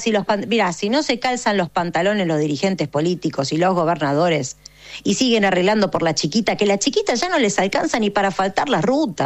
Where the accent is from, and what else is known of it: Argentina